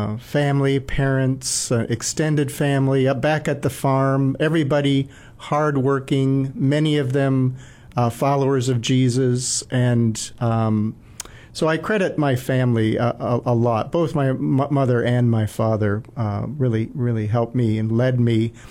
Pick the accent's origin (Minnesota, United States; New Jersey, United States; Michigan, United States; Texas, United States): Minnesota, United States; Well, I'm Scandinavian, as you said, which puts me squarely in Minnesota, where I grew up with my parents, I should say, who were both farmers, although I was not a farmer.